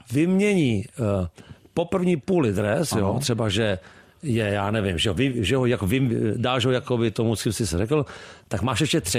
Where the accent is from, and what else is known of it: Prague, Czechia; born or raised there